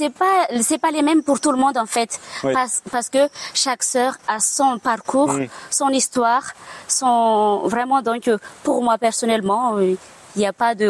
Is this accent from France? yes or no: no; Madagascar; Je suis plutôt au centre de Madagascar, ouais. Mais de la capitale, là où il y a Antananarivo, j'habite à 90 km vers le sud.